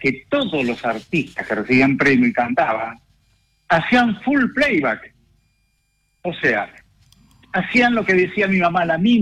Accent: Argentina; la primera vez que yo salí de Argentina

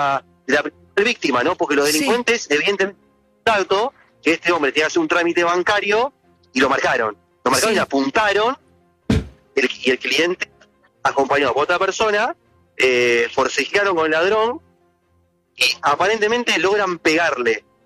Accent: Ramos Mejía, Buenos Aires Province, Argentina; También de Ramos Mejía. De acá a 10 cuadras.

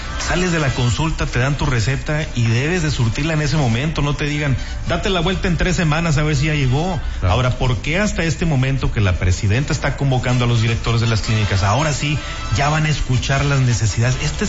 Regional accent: Mexico; nosotros como mexicanos

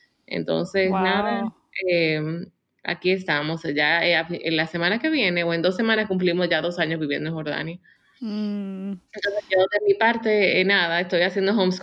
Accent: Dominican Republic; moved away as an adult; also born or lived in United States; now in Middle East; Yo soy dominicana de nacimiento, nací en la República Dominicana y viví allá casi toda mi vida. Bueno, hasta hace 10 años.

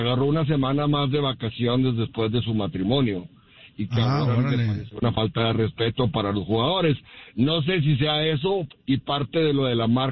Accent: Mexico; Que jugó el Mundial de México 86, que es de allá de donde soy yo.

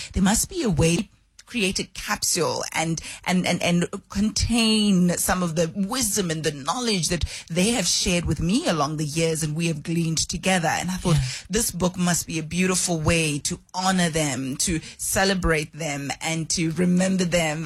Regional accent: Soweto, Gauteng, South Africa; Look, I grew up at Dobsonville in Soweto, and privilege allowed me to go to schools in your suburb areas like Perth, Allen's Neck.

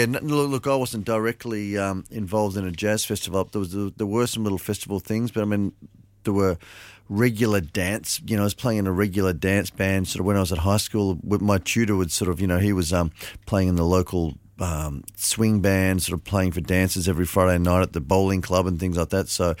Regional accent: Port Macquarie, New South Wales, Australia; I grew up in Port Macquarie

